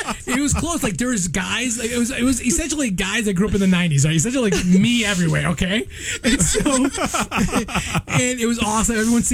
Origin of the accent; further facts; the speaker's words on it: Mexico; English is a second language; That would be my accent as a Mexican speaking British.